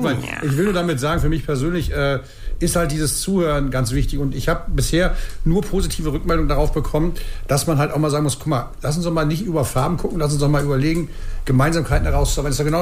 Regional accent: Germany; Moralweltmeister waren wir Deutschen immer schon.

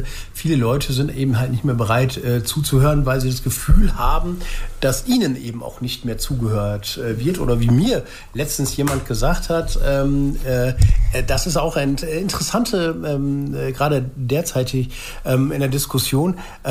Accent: Germany; als Deutsche

